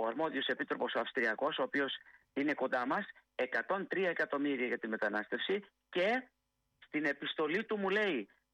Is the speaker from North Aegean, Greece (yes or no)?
yes; Samos, North Aegean, Greece; Δεν θα ξεχάσω όταν καιγότανε ολόκληρο το νησί μου, η Σάμος.